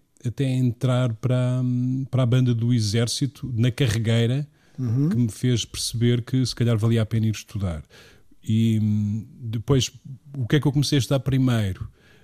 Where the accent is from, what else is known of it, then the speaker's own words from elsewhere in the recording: Zambuja, Portugal; sou natural, de onde sou natural, exatamente, sou natural da Zambuja